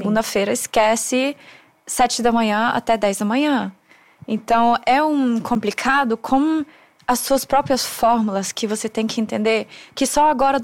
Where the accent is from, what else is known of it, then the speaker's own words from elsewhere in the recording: Tyrol, Austria; Portuguese is a second language; moved away as an adult; now in São Paulo, Brazil; Eu cresci num vilarejo de 8 mil habitantes, que chama Zürl, perto de Innsbruck. Então, a gente olha para cima, tem montanha em todo lugar. A gente quer algum pedacinho de natureza, caminha 2 minutos.